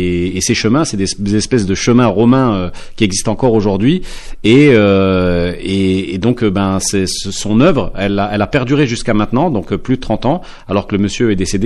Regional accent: Mont-Saint-Martin, Grand Est, France; Je viens d'un milieu ouvrier, comme tout le monde le sait. Mon papa était maçon. J'ai grandi au Val-Saint-Martin

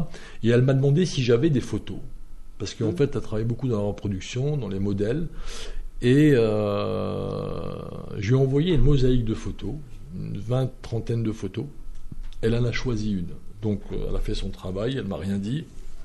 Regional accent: France; born there; Moi, je ne viens pas d'Algérie, je suis né en France, mais j'ai repris contact avec ma famille là-bas.

